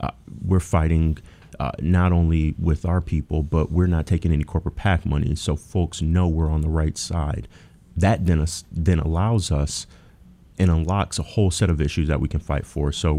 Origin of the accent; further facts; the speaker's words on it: Battle Creek, Michigan, United States; Yep. Born and raised.